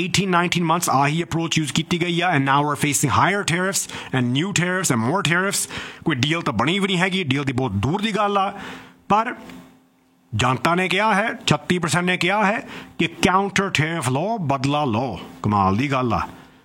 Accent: Canada; ਸਾਡੇ ਵਰਗੇ ਇੱਥੇ ਜੰਮੇ ਪਲੇ ਆ

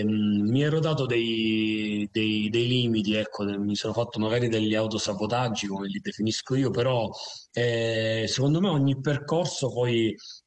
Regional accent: Priolo Gargallo, Sicily, Italy; Allora, io sono in un paesino, nel mio paesino che si chiama Priolo ed è in provincia di Siracusa, quindi sul versante ionico della Sicilia sudorientale.

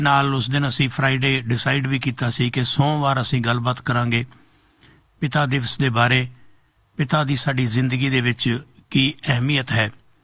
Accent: Punjab, India; moved away; ਸਾਡੀ ਵੀ ਕੋਸ਼ਿਸ਼ ਹੁੰਦੀ ਹੈ ਕਿ ਅਸੀਂ ਪੰਜਾਬ ਤੋਂ ਚੱਲ ਕੇ 12-13 ਹਜ਼ਾਰ ਕਿਲੋਮੀਟਰ ਦੂਰ ਬੈਠੇ ਪੰਜਾਬੀ ਭੈਣ ਭਰਾਵਾਂ ਨੂੰ ਉਸ ਪੰਜਾਬ ਦੇ ਬਾਰੇ, ਉਸ ਪੰਜਾਬੀ ਮਾਂ ਬੋਲੀ ਦੇ ਬਾਰੇ

